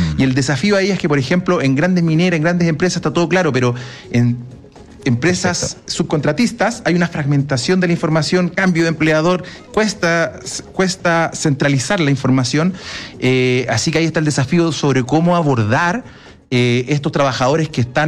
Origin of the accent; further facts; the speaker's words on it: Chile; Ahora, yo como lo veo como chileno, ajá, sé que hay brechas.